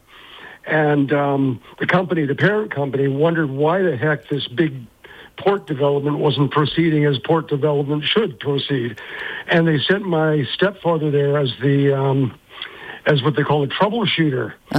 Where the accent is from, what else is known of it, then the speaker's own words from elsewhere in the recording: Canada; also born or lived in Australia; now in Spain; I'm an immigrant. I mean, I come from Canada, lived in Australia, moved around Europe, and now I live in Spain.